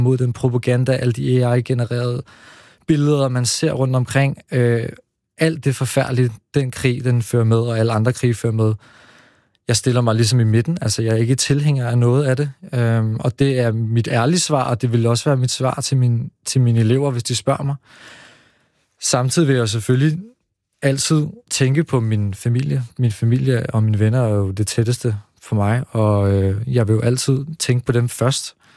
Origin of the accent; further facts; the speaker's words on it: Slagelse, Zealand, Denmark; also born or lived in Israel; Altså, jeg er vokset op i delvis i Slagelse, hvor at jeg flere gange er blevet enten troet eller jagtet på baggrund af, hvor jeg er fra.